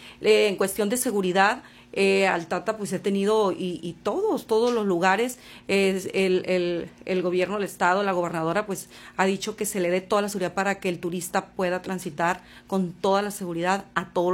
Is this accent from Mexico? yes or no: yes; Surutato, Sinaloa, Mexico; promociono mi pueblo, vayan a Surutato